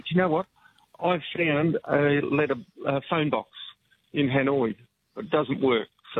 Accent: New South Wales, Australia; No. I come from the Lower Darling, so I'm not local, but this is the fourth time I've ridden around Vietnam.

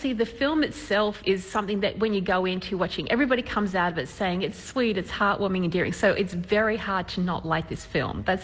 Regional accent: Australia

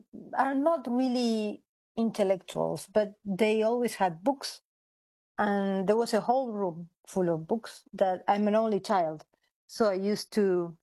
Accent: Buenos Aires, Argentina; first language Spanish; English is a second language; No, it was mostly in translation, because in Buenos

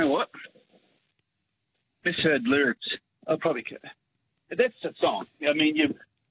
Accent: Queensland, Australia; Well, I'm a Queenslander, and up here we play league, we don't kick footballs very well compared to the AFL.

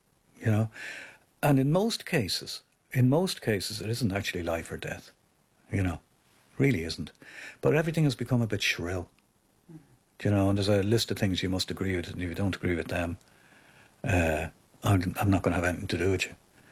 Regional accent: Ireland; We were both in a little way outsiders, being Irish at that time.

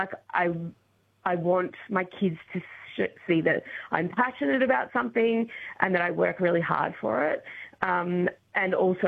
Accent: Harcourt, Victoria, Australia; also born or lived in Melbourne; now in Castlemaine, Australia; And I was previously living in Melbourne. We've only been, I grew up in Harcourt, but only been back in Castlemaine for nearly 3 years.

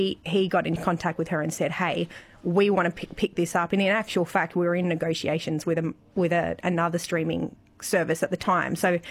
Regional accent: Victoria, Australia; Well, I grew up here in Gippsland and then, like most country kids, couldn't wait to explore the world and see all the big stories.

